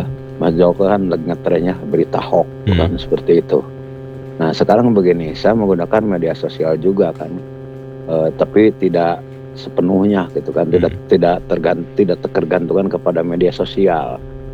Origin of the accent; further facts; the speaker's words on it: West Java, Indonesia; Kan saya dari Jawa Barat, ya entah berapa ribu kilometer kan bisa memantau.